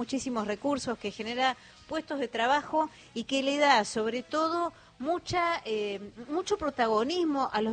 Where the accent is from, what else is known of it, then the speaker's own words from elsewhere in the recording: Buenos Aires, Argentina; Para mí la celebración del obelisco no hay con qué darle porque soy porteña.